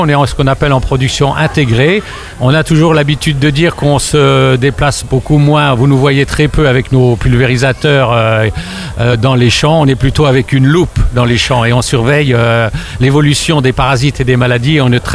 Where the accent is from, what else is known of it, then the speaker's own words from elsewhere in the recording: Grand Est, France; on vient pour se présenter, on vient de la Meuse, en Lorraine. Et donc, on est producteur à la base de fraises.